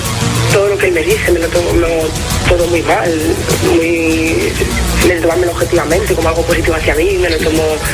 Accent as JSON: {"language": "Spanish", "town": "Barcelona", "region": "Catalonia", "country": "Spain", "lives_now": "La Mancha, Spain", "said": "nos marchamos de donde somos, nosotros somos de Barcelona y nos fuimos a vivir a La Mancha."}